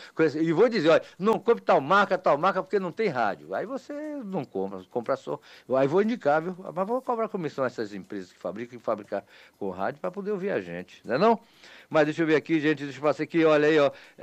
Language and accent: Portuguese; Bahia, Brazil; a educadora 88,5, eu sou do Jacuípe, vou lá e tal, na net, né, rádio net, para poder pegar, ouvir a rádio.